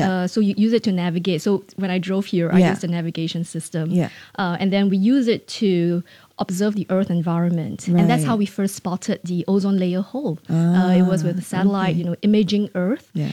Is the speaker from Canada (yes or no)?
no; Singapore; I do realize, as someone working in the space industry and as a Singaporean, that is a very big step forward